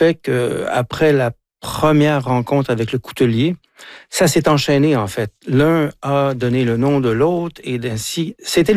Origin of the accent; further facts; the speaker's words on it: Quebec, Canada; Sauf que maintenant, j'y vais en tant que Québécois et on a une toute autre ouverture vis-à-vis les Corses.